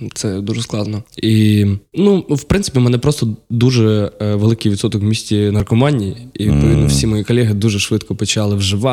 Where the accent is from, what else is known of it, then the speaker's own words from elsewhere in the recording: Boryslav, Lviv Oblast, Ukraine; Так, я родом з Борислава.